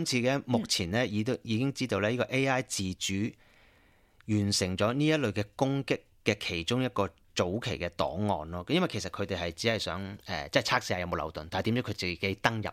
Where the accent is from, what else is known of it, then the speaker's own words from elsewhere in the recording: Australia; 咁沙特受到攻擊，其實同我哋澳洲人有咩關係咧？